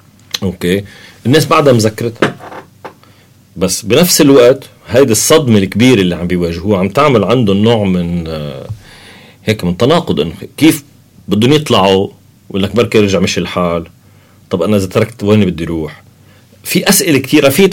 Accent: Lebanon

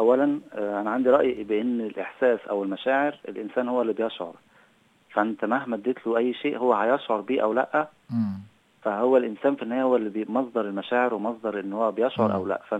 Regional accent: Cairo, Cairo Governorate, Egypt; also born or lived in Russia; انا اتولدت في مصر

